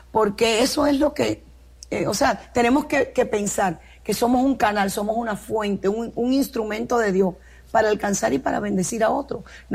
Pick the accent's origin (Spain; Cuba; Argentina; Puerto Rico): Cuba; soy cubana igual que tú.